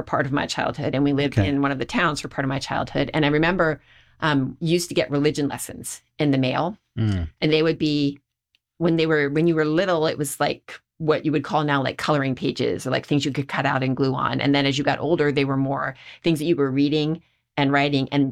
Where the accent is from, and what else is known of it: Bryn Athyn, Pennsylvania, United States; born there